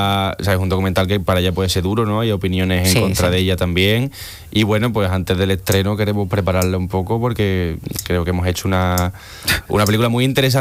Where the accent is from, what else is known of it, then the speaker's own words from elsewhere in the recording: Seville, Andalusia, Spain; Yo nací en Sevilla y siempre he vivido en Sevilla, pero tengo familia cordobesa, abuelos de Córdoba primo y bastante.